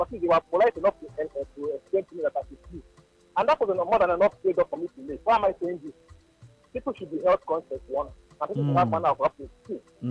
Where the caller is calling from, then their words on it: Ijebu, Ogun, Nigeria; I'm calling from Ijebu.